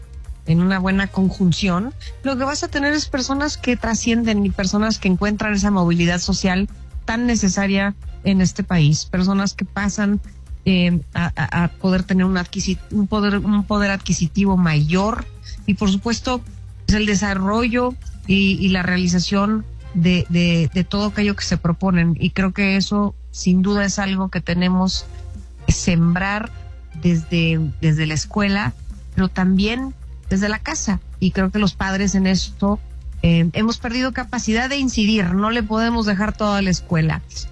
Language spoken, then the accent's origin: Spanish; Mexico; haríamos bien como mexicanos en replantear pues nuestro modelo educativo.